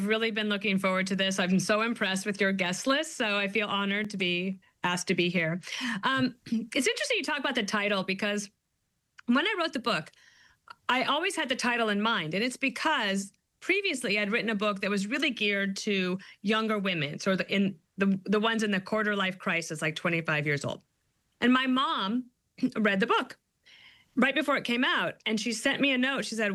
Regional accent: Colorado, United States; born there; also born or lived in Wyoming; I grew up in a wonderful place, but it's very, very different. I grew up in Colorado and Wyoming.

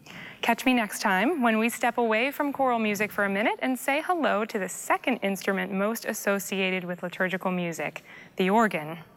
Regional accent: United States; I'm an American

